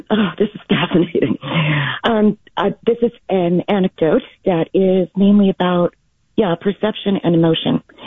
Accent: Texas, United States; now in San Francisco, United States; I'm a Texan originally

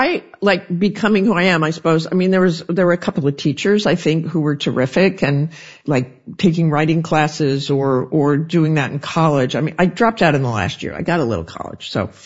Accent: Salt Lake City, Utah, United States; also born or lived in Boston, United States; I joke that I was raised in Salt Lake City, and I used to think there are sinners out there somewhere, and I'm going to find them. And I moved to Boston, and there they were.

